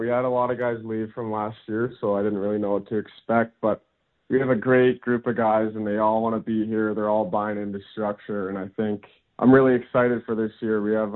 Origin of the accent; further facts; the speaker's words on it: Dauphin, Manitoba, Canada; born or raised there